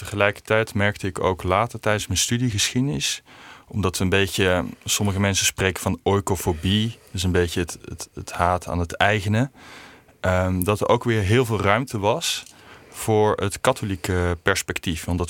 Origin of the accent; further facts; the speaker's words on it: Belgium; En, ja, ik ben in België opgegroeid. Ik heb Frans geleerd daar en ik spreek best wel goed Frans.